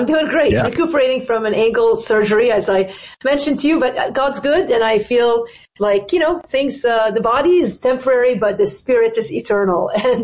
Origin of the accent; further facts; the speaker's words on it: Lebanon; which is where I'm originally from. I grew up in Lebanon.